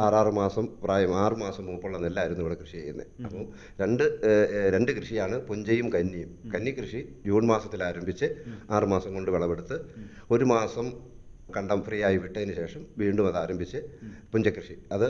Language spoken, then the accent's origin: Malayalam; Rajakumari, Kerala, India; ഞങ്ങൾ കോതമംഗലത്തിനടുത്ത് പരീക്കണ്ണി എന്ന് പറയുന്ന സ്ഥലത്തു നിന്നാണ് രാജകുമാരിക്ക് വരുന്നത്. ഞാനിവിടെ വന്ന് ജനിച്ചു വളർന്ന ആളാണ്.